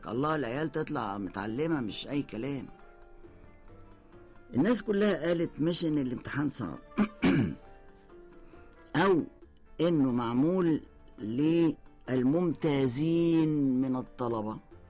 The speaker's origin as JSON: {"language": "Arabic", "town": "Cairo", "region": "Cairo Governorate", "country": "Egypt", "said": "المدارس اللي عندنا في القاهرة"}